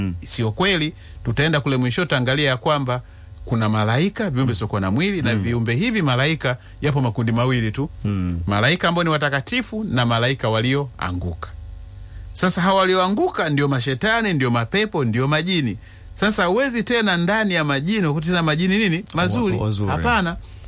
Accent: Mara, Tanzania; born there; Ya kwamba kama mimi nimezaliwa mkoa wa Mara, ndiko kitovu changu kilikokatwa.

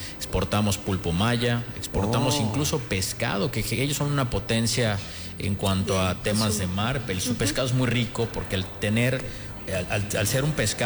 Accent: Yucatán, Mexico; tanto los portugueses como los yucatecos utilizamos muchos ingredientes similares

